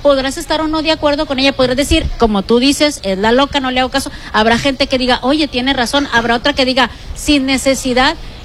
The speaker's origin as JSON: {"language": "Spanish", "region": "Sinaloa", "country": "Mexico", "said": "Sobre todo los que somos sinaloenses, sí."}